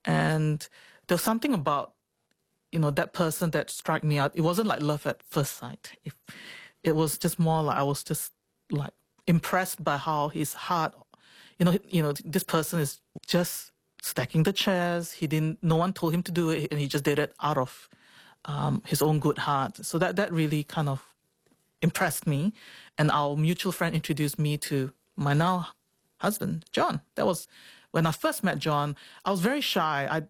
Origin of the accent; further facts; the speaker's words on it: Singapore; You know, church is something that I grew up in Singapore.